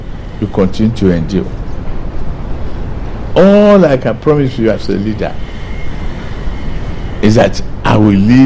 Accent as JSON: {"language": "English", "country": "Nigeria"}